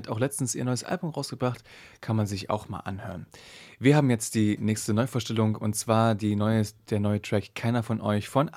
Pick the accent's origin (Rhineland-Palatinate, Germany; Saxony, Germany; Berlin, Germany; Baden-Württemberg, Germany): Berlin, Germany; weil ich aus Kreuzberg komme eigentlich, aber hey, es ist Berlin-Zentrum